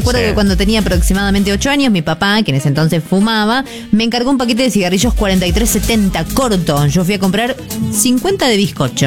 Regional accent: Las Toscas, Santa Fe, Argentina; Soy de Las Toscas, Santa Fe. A los 11, 12 años más o menos fui a pasar un verano a Buenos Aires, a la casa de una prima.

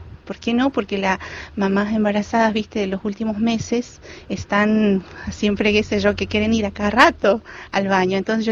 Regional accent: Salta, Argentina; born there; Yo nací en Salta.

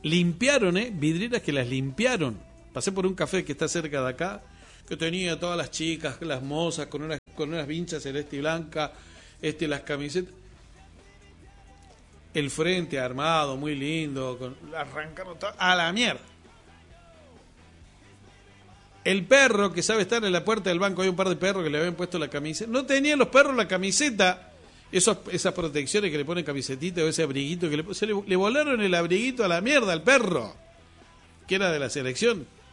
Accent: Argentina; Y todos somos argentinos.

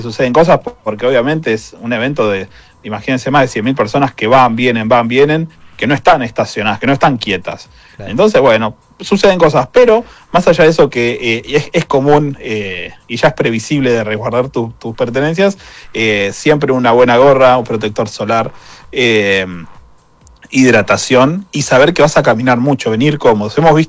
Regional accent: Azul, Buenos Aires Province, Argentina; born there; now in Buenos Aires, Argentina; yo nací en Azul, soy del interior también, a 300 kilómetros de Buenos Aires, nací hace 22 años que vivo en Buenos Aires, uh-huh. En Capital Federal

